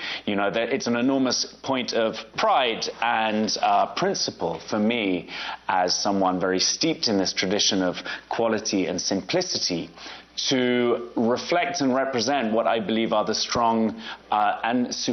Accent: London, United Kingdom; one of the huge privileges of growing up in London, which is a city of over 8 million people and encompasses people from all over the world

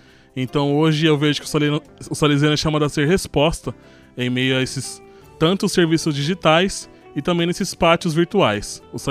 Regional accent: Mauá, São Paulo, Brazil; now in Jaboatão dos Guararapes, Brazil; sou natural de Mauá, da Inspetoria Nossa Senhora Auxiliadora, em São Paulo. Hoje resido junto aos meus irmãos na Colônia Salesiana, em Jaboatão dos Guararapes.

